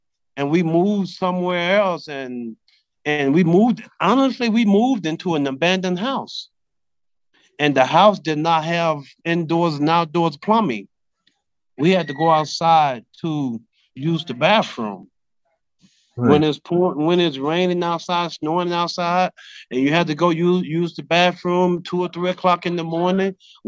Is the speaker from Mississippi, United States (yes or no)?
yes; Johnstown, Mississippi, United States; To be honest, I'm from Johnstown, Mississippi, a population of 1,000 people. Johnstown is approximately an hour south of Memphis, Tennessee.